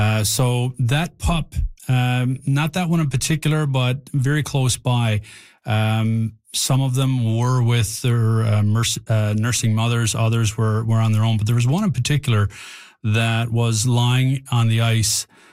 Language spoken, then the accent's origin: English; Canada; And Canadian Geographic represents our nation so well when it comes to its people, its culture, its wildlife, its environment